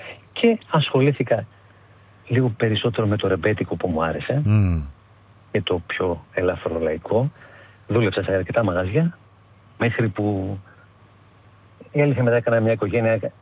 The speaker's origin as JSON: {"language": "Greek", "town": "Arta", "region": "Epirus", "country": "Greece", "moved": "yes", "lives_now": "Athens, Greece", "said": "Δεν είμαι από Κέρκυρα, είμαι από Άρτα."}